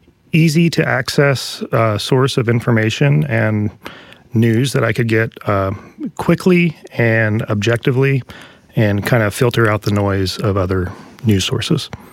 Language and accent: English; Blacksburg, Virginia, United States; I'm from Blacksburg, Virginia.